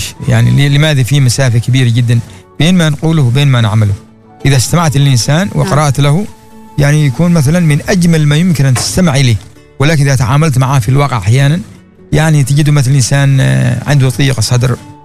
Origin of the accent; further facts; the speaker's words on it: Oman; فقلت له أنا من عمان.